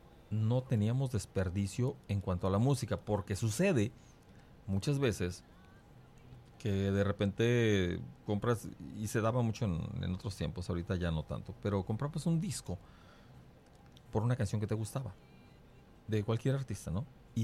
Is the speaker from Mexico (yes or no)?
yes; Mexico; la mayoría de los mexicanos hoy estamos haciendo chonguitos para que nuestra selección dé un buen papel